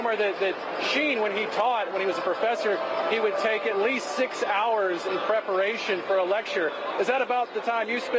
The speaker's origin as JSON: {"language": "English", "region": "Kentucky", "country": "United States", "tie": "born or raised there", "said": "Full disclosure, I grew up in Kentucky. I recognize the shirts."}